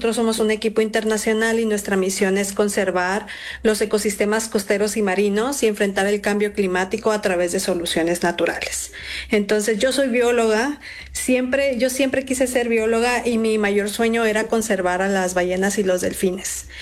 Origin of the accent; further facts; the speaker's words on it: Mexicali, Baja California, Mexico; yo soy de Mexicali